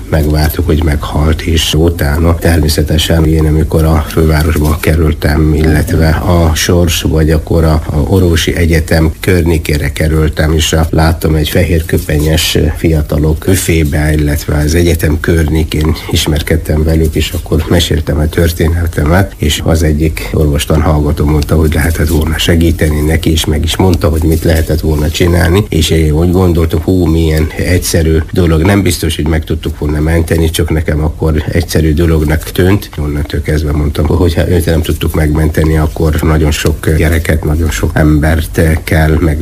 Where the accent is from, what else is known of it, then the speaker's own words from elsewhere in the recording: Taiz Governorate, Yemen; Hungarian is a second language; moved away as an adult; now in Gyula, Hungary; Jemenben egy kis faluban nevelkedtem. Ilyen 120 km a Jemen második legnagyobb városától fekszik. Ott szereztem meg az általános iskolai végzettségem. Ott töltöttem, utána a gimnázium már a városban